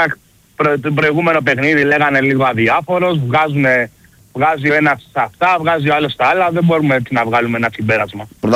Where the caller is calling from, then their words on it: Piraeus, Attica, Greece; από Πειραιά.